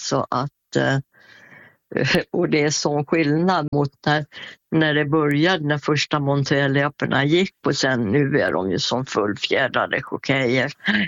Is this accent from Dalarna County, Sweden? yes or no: yes; Borlänge, Dalarna County, Sweden; Så att annars körde jag ju hemma i Borlänge då, på den travbanan.